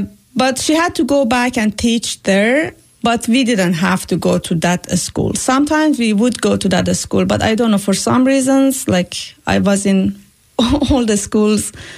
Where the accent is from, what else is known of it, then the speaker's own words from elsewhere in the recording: Iran; English is a second language; now in United States; I'm from Iran. I was born in southwest of Iran. Mm-hmm. It's a small religious town in the middle of desert. It's famous for its oil refineries, sandstorms, and hot temperatures.